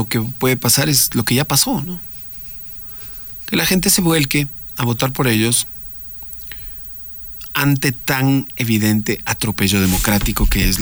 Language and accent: Spanish; Quito, Pichincha, Ecuador; Y claro que si lo vemos netamente como quiteños